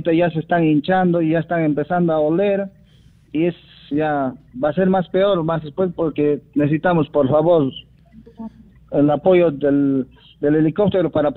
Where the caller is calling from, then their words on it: Quillabamba, Cusco, Peru; nosotros somos de Quillabamba